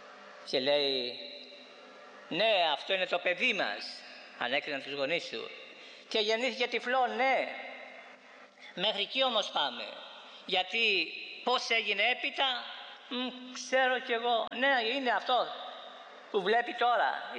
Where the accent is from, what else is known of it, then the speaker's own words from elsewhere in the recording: Corfu, Ionian Islands, Greece; στο νησί μου στην Κέρκυρα.